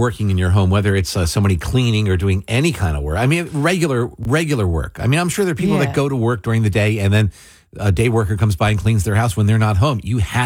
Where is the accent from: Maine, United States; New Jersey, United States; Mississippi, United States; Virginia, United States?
New Jersey, United States; Mays Landing; growing up in Mays Landing, my aunt and uncle lived one street over. My grandparents also lived one street over.